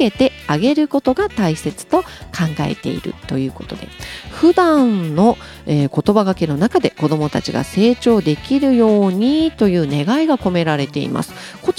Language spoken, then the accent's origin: Japanese; Okinawa, Japan; moved away; 生まれ育った沖縄